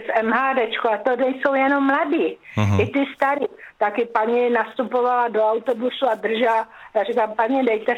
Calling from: Prague, Czechia; also born or lived in Tunisia; Já jsem z Prahy.

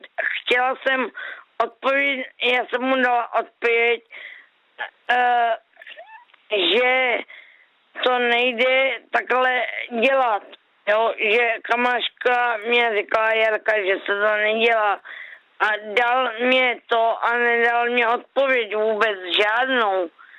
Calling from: Brno, South Moravian Region, Czechia; z Kralopole.

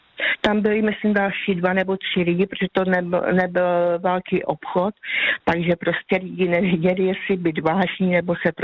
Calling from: Karviná District, Moravian-Silesian Region, Czechia; jsem z Karvinska.

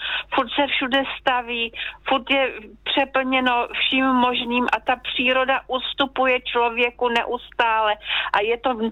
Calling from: Trutnov, Hradec Králové Region, Czechia; ale i u nás v Trutnově, protože tady nejvíce dnů, co bylo, tak bylo tak 19 až 22 stupňů a dneska máme těch 10.

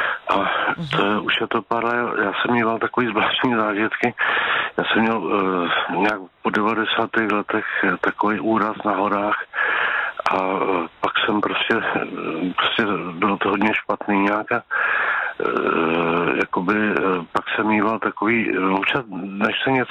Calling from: Prague, Czechia

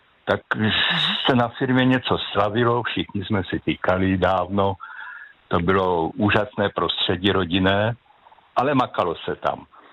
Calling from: Central Bohemian Region, Czechia; jsem ze Středočeského kraje.

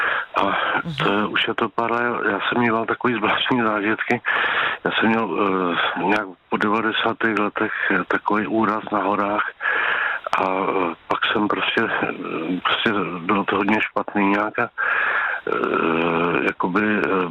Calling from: Prague, Czechia

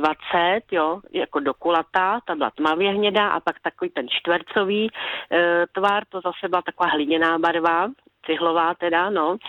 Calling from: Teplice, Ústí nad Labem Region, Czechia; já jsem z Teplic

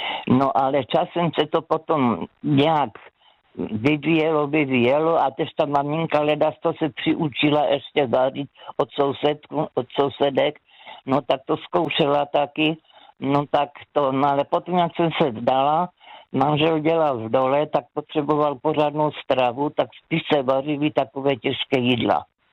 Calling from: Karviná, Moravian-Silesian Region, Czechia; Já jsem z Karviné. No a jak jsme byli děti, já jsem ročník 53

